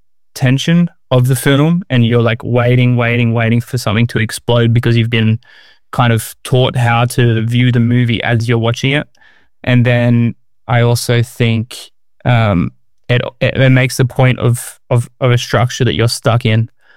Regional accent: Australia; moved away as an adult; now in Paris, France

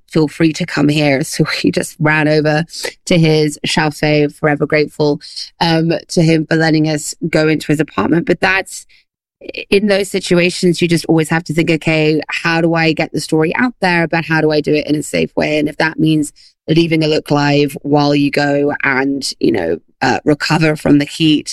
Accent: France; also born or lived in United States / England; So I was born in the US, but I grew up in France and in England. My father's French, my mother's English, and I've kind of spent most of my life in between those three countries.

